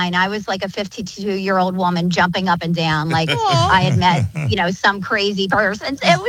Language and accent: English; Downingtown, Pennsylvania, United States; I'm from Downingtown, Pennsylvania, and I was out at Dell Toyota on Saturday